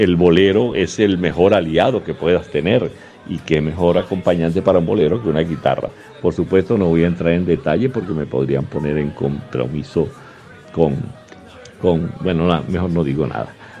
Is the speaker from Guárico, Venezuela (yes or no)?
yes; Calabozo, Guárico, Venezuela; moved away; yo soy de Calabozo, Estado Guárico